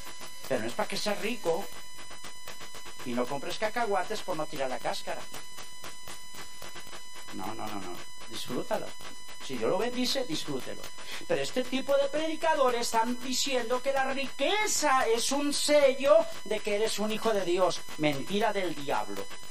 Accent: Haiti; now in United States; Cuando yo vine de Haití y llegamos a Florida, y yo en el avión podía ver toda la playa lujosísima

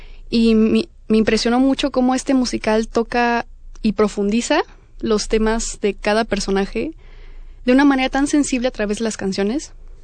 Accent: Toluca, State of Mexico, Mexico; nosotros somos de Toluca, esta compañía es toluquense

